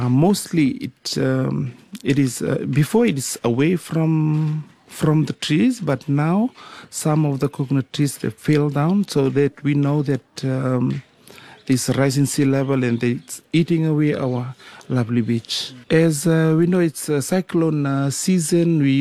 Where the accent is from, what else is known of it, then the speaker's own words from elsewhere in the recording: Waia Levu, Western Division, Fiji; actually I'm from Waia Levu village in the Tikina of Waia, and currently living in the village